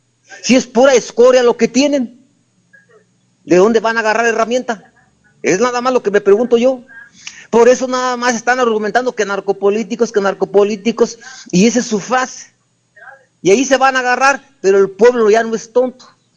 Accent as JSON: {"language": "Spanish", "town": "Santa Ana Maya", "region": "Michoacán", "country": "Mexico", "said": "yo los he escuchado aquí en mi pueblo."}